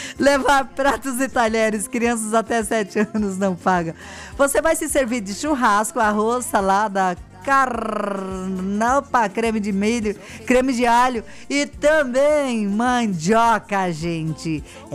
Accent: Pernambuco, Brazil; Por ser uma pernambucana, amo as músicas nordestinas, né?

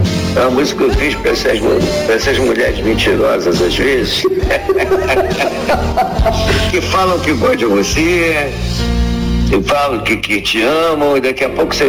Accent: Niterói, Rio de Janeiro, Brazil; Sou de Niterói.

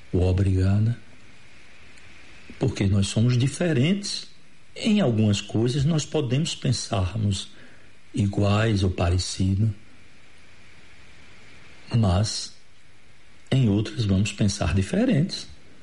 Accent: Pernambuco, Brazil; A gente é de uma região do Agreste, do Sertão, que sofre com a seca.

